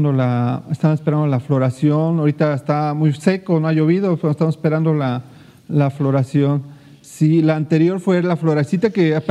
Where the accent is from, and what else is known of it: Xico, Veracruz, Mexico; born or raised there; now in Dos Ríos, Mexico